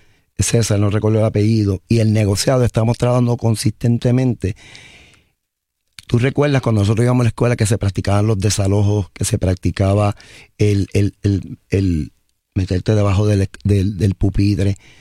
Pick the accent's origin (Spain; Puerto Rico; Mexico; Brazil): Puerto Rico